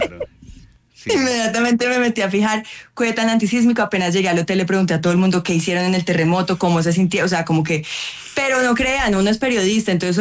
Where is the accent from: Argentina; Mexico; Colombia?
Colombia; Me siento muy orgullosa de ser colombiana.